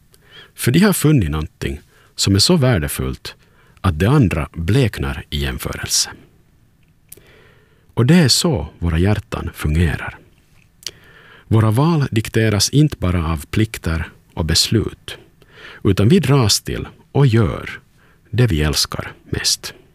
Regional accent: Turku, Southwest Finland, Finland; från Åbo och du lyssnar på Yle Vegas aftonandakt.

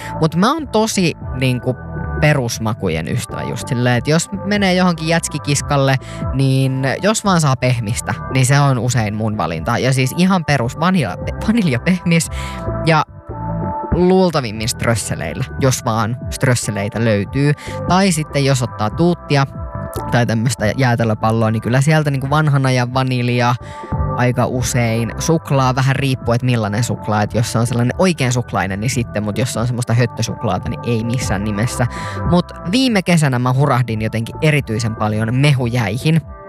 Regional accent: Pori, Satakunta, Finland; oon mä sitten etsinyt sitä kotikaupungistani Porista asti

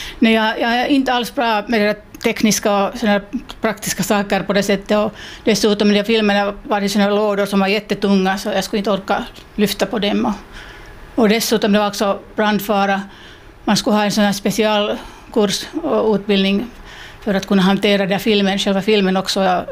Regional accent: Southwest Finland, Finland; moved away; Jag kommer från Salotrakten.

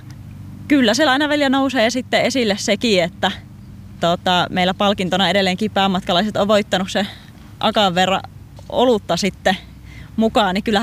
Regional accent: Sonkajärvi, North Savo, Finland; minä olen Sonkajärveltä kotoisin ja aina kyllä lapsuudesta asti kisoissa käynyt ja markkinoilla käynyt

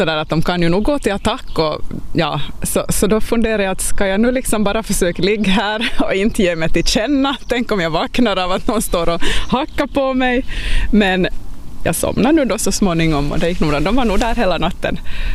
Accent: Pedersöre, Ostrobothnia, Finland; now in Maxmo, Finland; Jag är uppväxt förstås i Esse och med skogen runt, så det kan jag märka, det märkte jag faktiskt fundera en del kring när vi flyttade till Maxmo, att då är ju som vattnet och havet nära, och det har jag ju inte växt upp med.

